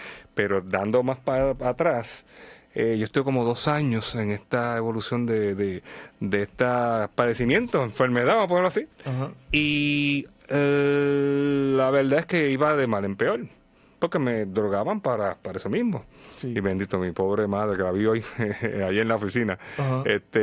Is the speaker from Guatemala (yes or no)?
no; Bayamón, Puerto Rico; Me crié en Bayamón, en Bayo Río Plantation